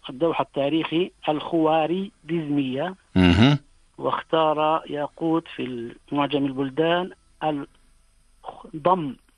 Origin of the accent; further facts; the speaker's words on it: Amman, Amman Governorate, Jordan; نشأت في عمان وتفتح وعي بين مدارسها وجامعاتها